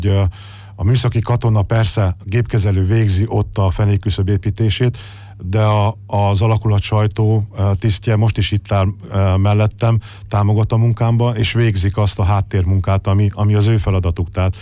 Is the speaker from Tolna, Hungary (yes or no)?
no; Szentes, Csongrád-Csanád, Hungary; born there; moved away as an adult; now in Budapest, Hungary; Szentesen született mindenki a családomból is, de Szentesen addig laktunk, amíg Pesten dolgoztam